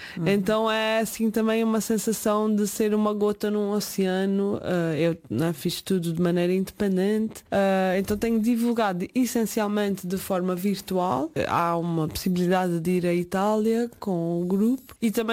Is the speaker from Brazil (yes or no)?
no; Azores, Portugal; now in Marseille, France